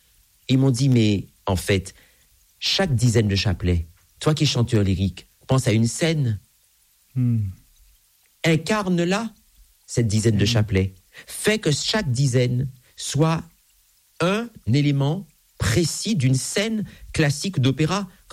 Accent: Martinique; also born or lived in Sicily; métissé, venant d'un père sicilien et d'une mère martiniquaise

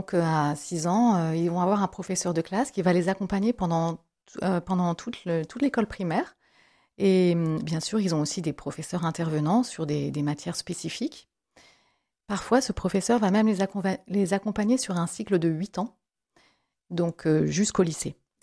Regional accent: Grand Est, France; moved away; also born or lived in United States; je suis issue de la Champagne et d'une famille de vignerons.

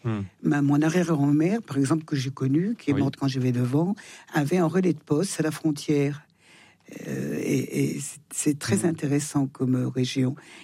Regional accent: Auvergne-Rhône-Alpes, France; Je suis plus savoyarde que française

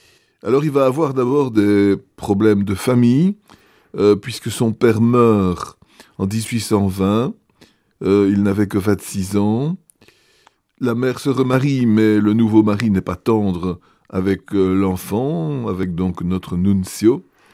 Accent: Liège, Wallonia, Belgium; chez nous à Liège

